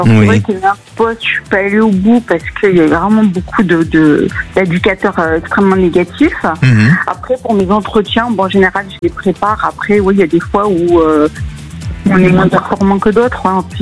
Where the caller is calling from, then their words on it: Cagnes-sur-Mer, Provence-Alpes-Côte d'Azur, France; Cagnes-sur-Mer.